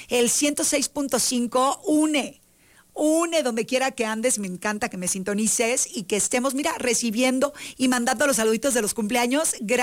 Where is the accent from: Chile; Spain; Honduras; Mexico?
Mexico; born there; moved away; toda la gente que, como yo, crecimos en la frontera, y los que todavía estén por allá, por aquel pedazo hermoso de Coahuila de Zaragoza, Ciudad Acuña, frontera con Del Río, Texas